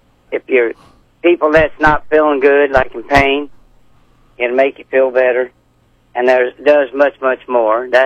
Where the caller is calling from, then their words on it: Franklin, Missouri, United States; I'm calling from Franklin, Missouri.